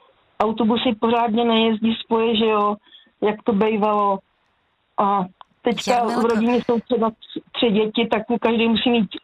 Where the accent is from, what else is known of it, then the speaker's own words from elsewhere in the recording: Hladov, Vysočina Region, Czechia; Vyrůstali jsme na Hájence, na Hladově a byli jsme vychovávaní povojensky.